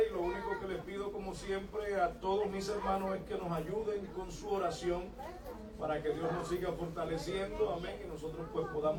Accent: Dominican Republic; moved away; yo soy dominicano. Acá tengo como 32 años.

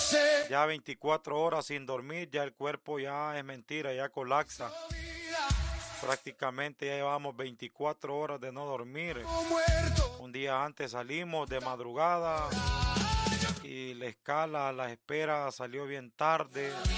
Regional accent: El Salvador; soy del Salvador

